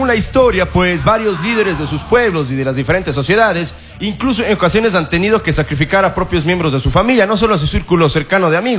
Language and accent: Spanish; Ecuador; somos los ecuatorianos